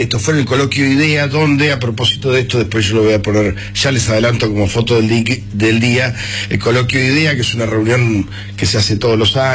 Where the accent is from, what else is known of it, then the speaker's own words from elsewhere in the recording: Argentina; ¿Somos ansiosos los argentinos o es así?